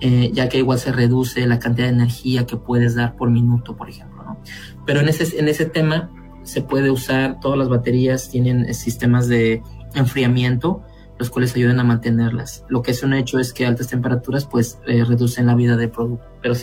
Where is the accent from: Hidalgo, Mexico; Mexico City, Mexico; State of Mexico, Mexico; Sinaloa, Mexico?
Hidalgo, Mexico; Pachuca; moved away as an adult; also born or lived in Monterrey, Nuevo León / Guadalajara, Jalisco; now in United States; yo soy oriundo de Idapan, estudié la secundaria ahí en Pachuca, la preparatoria también, ahí y de ahí me moví para la Universidad de Nuevo León.